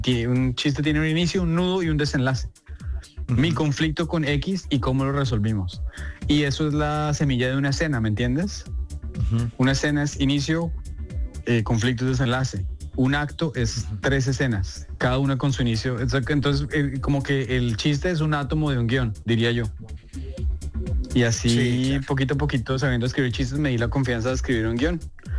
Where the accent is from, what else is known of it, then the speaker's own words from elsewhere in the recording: Colombia; now in New York, United States; Creo que soy el primer colombiano que va a grabar un especial en español aquí en la Gran Manzana, entonces estoy muy orgulloso por eso.